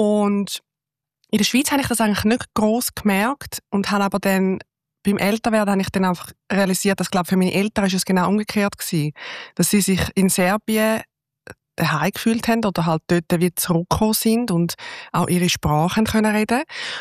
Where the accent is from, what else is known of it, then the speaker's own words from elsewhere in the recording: Lake Constance, Germany; Ich bin am Bodensee aufgewachsen, sehr idyllisch, sehr schön, eine schöne Kindheit.